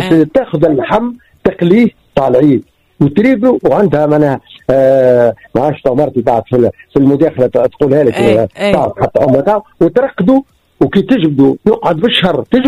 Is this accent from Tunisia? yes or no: yes; Tunisia; توفيت جيتي توفيت انا تونسيه وتعرف الماكله السوري